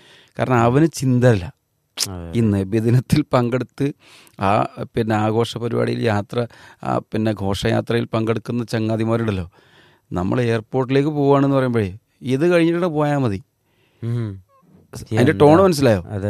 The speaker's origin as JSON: {"language": "Malayalam", "region": "Kerala", "country": "India", "said": "മലയാളികളാണ് നമ്മള്"}